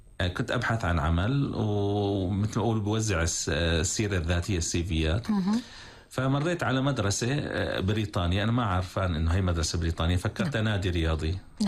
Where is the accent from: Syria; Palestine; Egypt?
Syria; moved away as an adult; also born or lived in Libya / United Arab Emirates